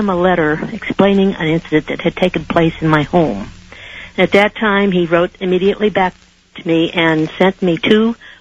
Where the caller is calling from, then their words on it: California, United States; from California.